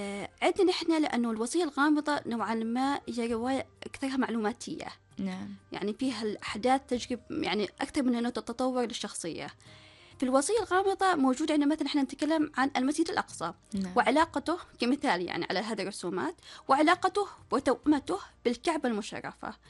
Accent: Oman; احنا كعمانيين

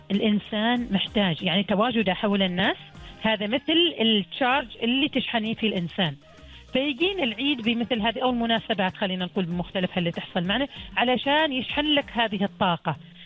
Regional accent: Oman; إحنا كمجتمع عماني

